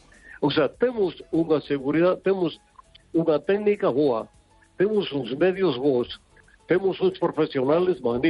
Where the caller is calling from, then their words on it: Vigo, Galicia, Spain; Hola, buenas noches. Soy